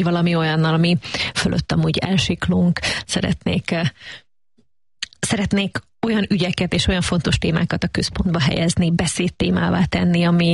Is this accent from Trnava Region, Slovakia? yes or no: yes; Dunajská Streda, Trnava Region, Slovakia; ez a 90-es évek női áldozatairól szól abban a térségben, ahol én felnőttem.